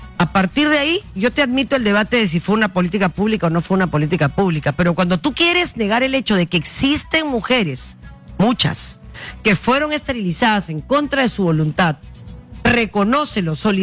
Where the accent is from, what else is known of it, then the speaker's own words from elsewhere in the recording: Tacna, Peru; Y la segunda mayor votación ha sido en Tacna, mi tierra también, muchas gracias.